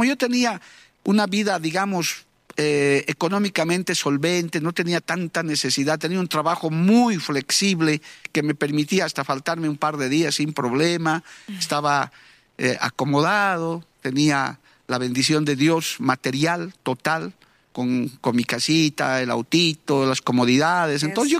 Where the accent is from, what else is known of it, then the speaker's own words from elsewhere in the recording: La Paz, Bolivia; mi ciudad natal, la ciudad de La Paz, en Bolivia, una ciudad muy alta, muy conocida además. Uh-huh. Y yo soy oriundo de Alía, nacido allá.